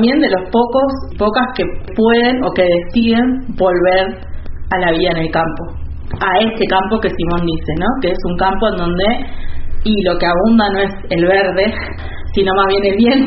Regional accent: Argentina; vivimos en un territorio rural que no nos pertenece. Es decir, nosotros somos la generación argentina

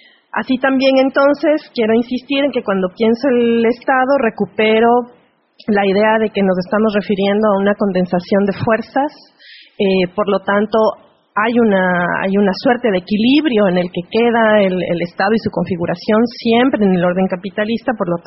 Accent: Ecuador; vengo de Ecuador

